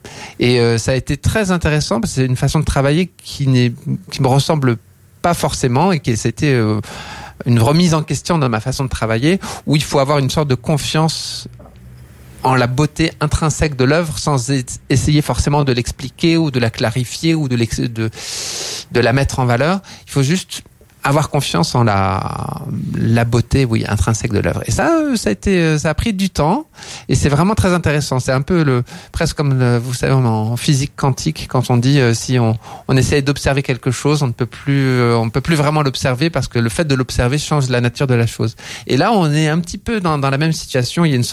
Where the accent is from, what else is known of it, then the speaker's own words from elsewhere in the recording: France; en tant que Français